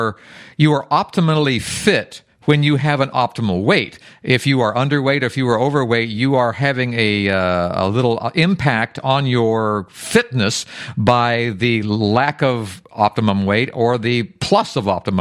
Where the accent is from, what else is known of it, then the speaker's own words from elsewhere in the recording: West Virginia, United States; and I'm from West Virginia, and not so much.